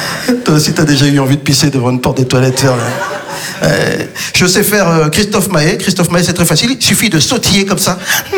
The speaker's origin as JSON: {"language": "French", "country": "Belgium", "said": "Faire carrière au stade, c'est pas évident, hein, surtout quand on est belge et congolais."}